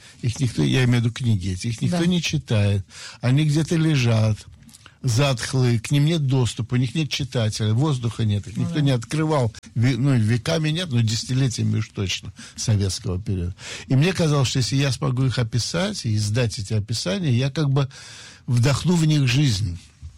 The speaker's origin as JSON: {"language": "Russian", "region": "Saint Petersburg", "country": "Russia", "said": "Слушайте, я мальчик питерский, занимался каратэ, прошел русскую армию советскую"}